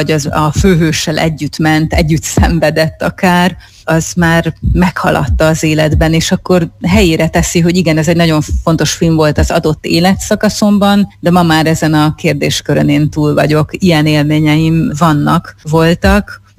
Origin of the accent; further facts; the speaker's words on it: Hungary; mint én magyarként